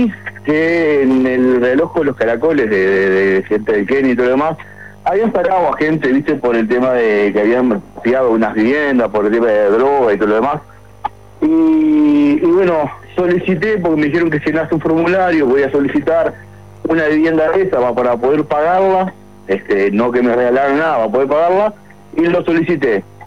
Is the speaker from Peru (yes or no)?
no; Maldonado, Uruguay; Yo soy oriundo de Maldonado, viví toda la vida acá, nacido y criado, no tengo mi casa propia, toda mi vida alquilé